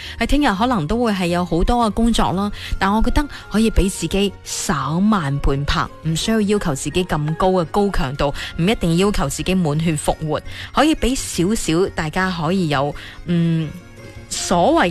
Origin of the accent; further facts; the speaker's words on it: Guangdong, China; 对于我哋广东人嚟讲，少不了食。